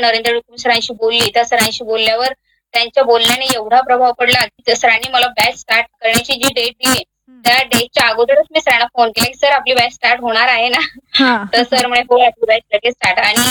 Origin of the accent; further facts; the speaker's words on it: Jamner, Maharashtra, India; also born or lived in Buldhana; म्हणजे माझं माहेर जे आहे ते माहेर माझं जामनेर आहे आणि सासर जे आहे ते बुलढाणा आहे.